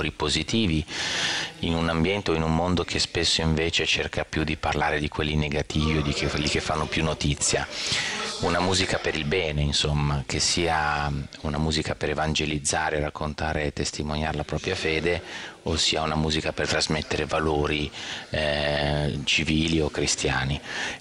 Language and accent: Italian; Bologna, Emilia-Romagna, Italy; Io sono bolognese, la Gloria ha sede a Bologna e ovviamente sono molto legato alla mia città dove sono nato e cresciuto